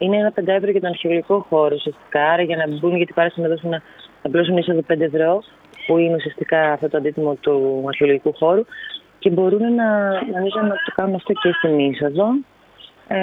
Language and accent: Greek; Thessaloniki, Central Macedonia, Greece; now in Athens, Greece; Εγώ είμαι και από Θεσσαλονίκη, είμαι πιο κοντά, αλλά επειδή είμαι Αθήνα, είμαστε αρκετά μακριά από αυτή την περιοχή